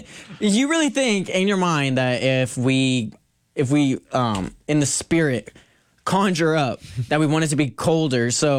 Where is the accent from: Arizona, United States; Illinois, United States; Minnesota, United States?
Arizona, United States; I'm from Southern Arizona